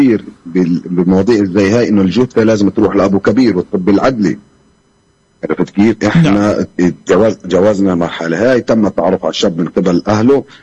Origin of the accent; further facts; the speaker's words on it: Jerusalem, Palestine; وأنا كابن القدس الوطن الجميل والمدينة الجميلة وابن البلد القديمة كلياتنا إخوان ننتمي لها تراب هذا الوطن الجميل